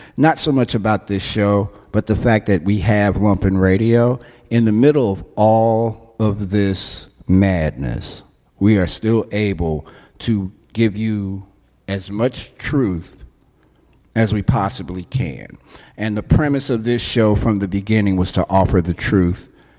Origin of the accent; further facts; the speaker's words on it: Chicago, Illinois, United States; I am very grateful and very, very happy to be able to serve my friends here in my hometown in the city of Chicago.